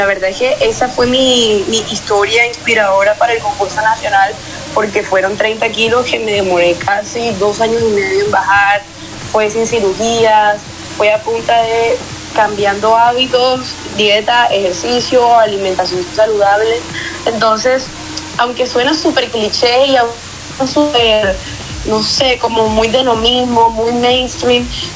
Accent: Colombia; born there; Mi mamá es venezolana y yo nací aquí en Colombia.

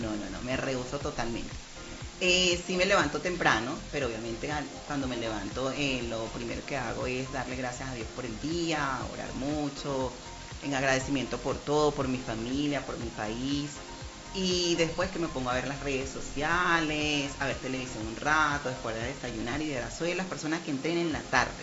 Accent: Venezuela; moved away as an adult; also born or lived in Colombia; yo como venezolana, cómo he crecido profesionalmente en un país que no es mío

